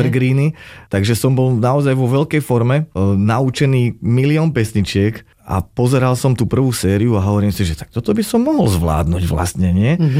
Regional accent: Veľký Krtíš, Banská Bystrica Region, Slovakia; Som vyrastal vo Veľkom Krtíši, neboli veľké možnosti niekam

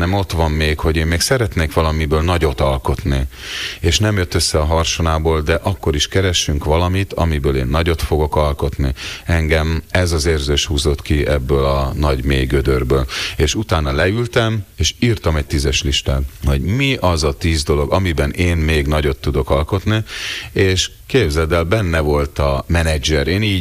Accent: Budapest, Hungary; born there; Ez azért nem biztos, mert én még Soroksáron születtem

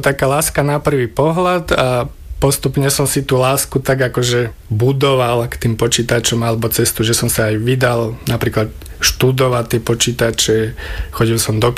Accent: Topoľčany, Nitra Region, Slovakia; moved away as an adult; now in Nitrianska Blatnica, Slovakia; Som rodený Topolčanec, narodil som sa v Topolčanoch, vyrastal som v Topolčanoch, ale postupom času, jak som aj založil rodinu, tak sme potrebovali niekde bývať vo väčšom, tak som sa odsťahoval v smere na Piešťany do Nitrianskej Blatnice

